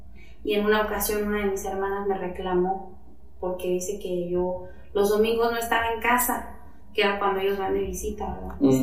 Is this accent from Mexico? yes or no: yes; Michoacán, Mexico; moved away; Yo soy originaria de Michoacán